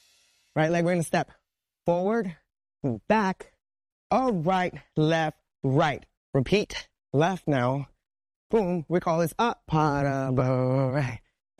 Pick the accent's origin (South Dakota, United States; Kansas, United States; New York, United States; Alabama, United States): New York, United States; New York City; I'm from New York City originally. I'm from Queens. My parents are Colombian.